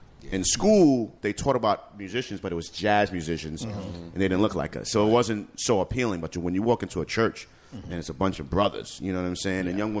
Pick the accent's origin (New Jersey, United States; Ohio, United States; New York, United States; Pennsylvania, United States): New York, United States; New York City; 169th, like you said, Washington Avenue, really tough neighborhood. They call my block the 9, not from 169th, but... Unfortunately, the 9, you know, due to gun violence, due to negativity. And that's, you know, the environment that I grew up in.